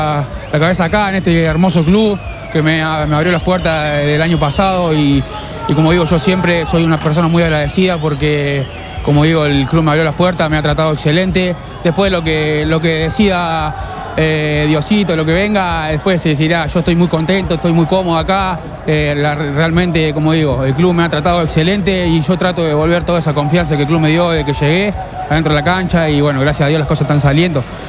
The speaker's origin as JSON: {"language": "Spanish", "country": "Argentina", "moved": "as an adult", "lives_now": "Rancagua, Chile", "said": "mi familia que está en Argentina, a la gente de mi pueblo"}